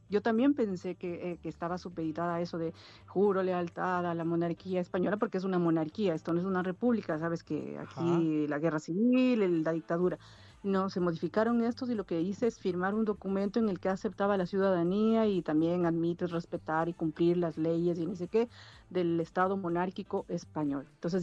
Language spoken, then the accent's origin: Spanish; Riobamba, Chimborazo, Ecuador; moved away; esto es mi tierra. Yo me hubiera llevado la compra. Y siendo de Riobamba nomás.